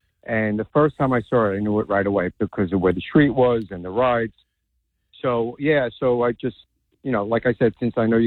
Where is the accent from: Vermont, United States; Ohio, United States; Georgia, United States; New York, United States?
New York, United States; New York City; growing up in Brooklyn